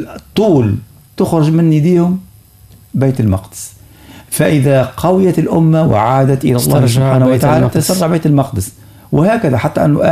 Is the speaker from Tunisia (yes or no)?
yes; Tunisia; عندنا في تونس